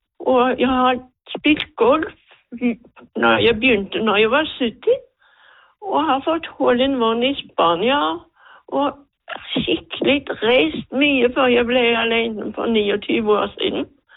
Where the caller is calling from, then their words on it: Haugesund, Rogaland, Norway; Så jeg er enke fra Haugesund, og har hatt et veldig godt og rikt liv, og har en herlig familie. Sitter her med iPaden min og på kjøkkenet i Haugesund